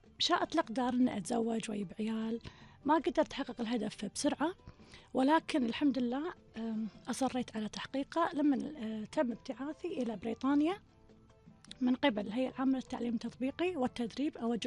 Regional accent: Kuwait; also born or lived in Brighton, United Kingdom; بيئتنا الكويتيه.

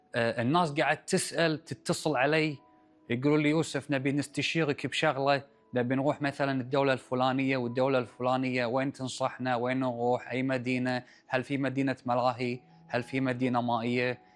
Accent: Kuwait; born there; من 2012، من صار 2012، أنا بلشت هني أسافر برا الكويت

